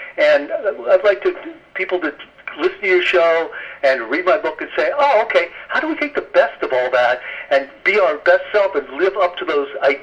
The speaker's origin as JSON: {"language": "English", "town": "Los Angeles", "region": "California", "country": "United States", "tie": "born or raised there", "said": "I haven't seen another story about growing up in West L.A. in the 1970s"}